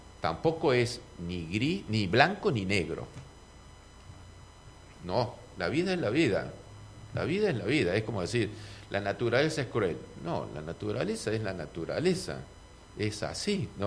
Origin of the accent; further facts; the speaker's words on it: Córdoba, Argentina; born there; moved away as an adult; also born or lived in Santiago del Estero / Salta; now in Cipolletti, Argentina; Yo viví... nací en Córdoba y cuando terminamos la especialidad nos fuimos a hacer medicina rural a Santiago del Estero. De Santiago del Estero nos contrataron y nos fuimos a trabajar en Salta.